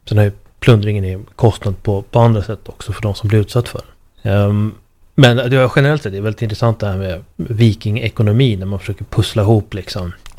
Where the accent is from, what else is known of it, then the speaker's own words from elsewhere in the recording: Sweden; Jag har varit med mig ibland att utlänningar har frågat mig då, för att jag är svensk